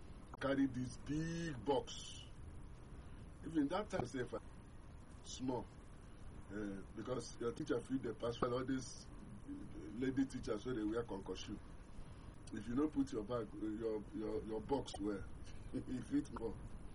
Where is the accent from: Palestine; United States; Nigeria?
Nigeria